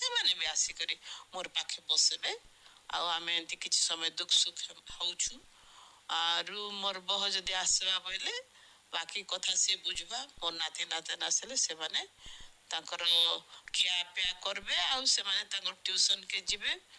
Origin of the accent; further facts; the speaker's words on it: Bhawanipatna, Odisha, India; ଆଉ ମୁଁ ଭବାନୀପାଟଣାର ଅଗସାରପଡ଼ାରେ ମୋର ଘର ସେଠି ଅଛେ।